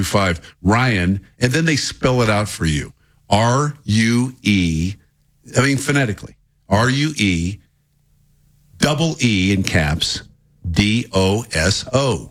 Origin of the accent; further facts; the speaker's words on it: Lakewood, Colorado, United States; I grew up in Lakewood, yeah. but I did not go to Lakewood High School.